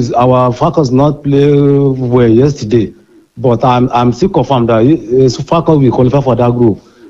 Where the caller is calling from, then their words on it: Ikole, Ekiti, Nigeria; Yeah, you get it from Ikole.